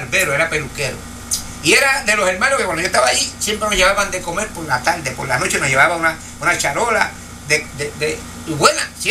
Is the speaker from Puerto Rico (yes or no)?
yes; Puerto Rico; ¿para qué yo vine de Puerto Rico?